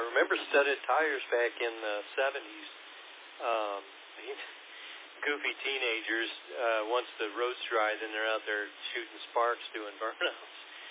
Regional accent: Kentucky, United States; now in Michigan, United States; since I've moved to Michigan. I grew up in Kentucky, but moving to Michigan

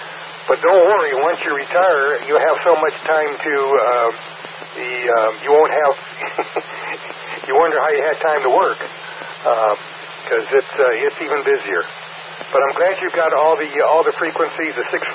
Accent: Michigan, United States; I was born and raised in Michigan.

